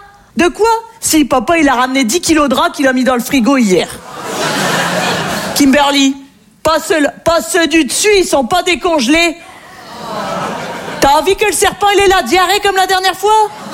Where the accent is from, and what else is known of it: Hauts-de-France, France